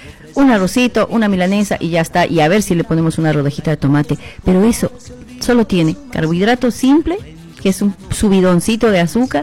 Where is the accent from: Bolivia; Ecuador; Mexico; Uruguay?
Bolivia; La Paz; born there; yo viví las épocas de hacer fila por ahí cuando vivía en Achachicala, por el barrio de Mataderos y más arribita.